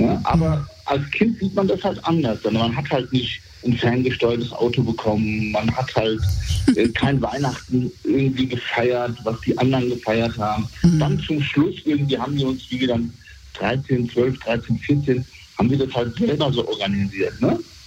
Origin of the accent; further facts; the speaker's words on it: Germany; born there; Also ich bin mit 2 Jahren nach Deutschland gekommen, konnte kein Wort Deutsch.